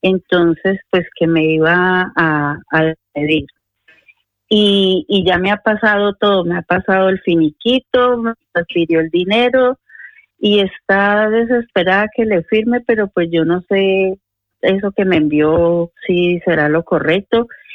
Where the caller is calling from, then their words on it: Torrejón de Ardoz, Community of Madrid, Spain; de Torrejón.